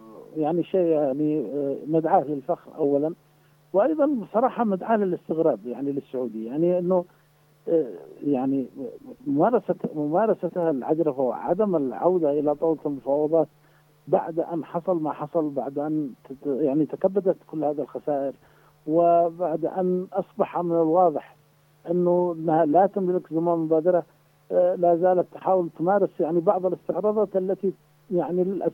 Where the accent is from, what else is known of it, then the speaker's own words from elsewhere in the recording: Yemen; إحنا كيمنيين